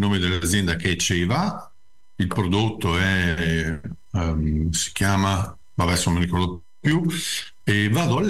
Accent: Veneto, Italy; Perché io sono della Bassa, vengo dai bassi fondi del Veronese, cioè dove le aquile non osano

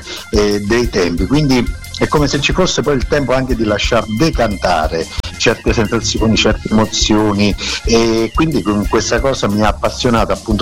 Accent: Caserta, Campania, Italy; della mia terra, quindi di Caserta

